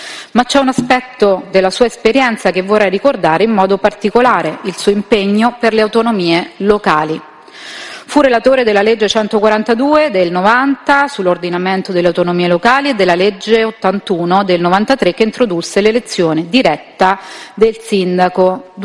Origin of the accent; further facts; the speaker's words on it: Marche, Italy; da marchigiana e da parlamentare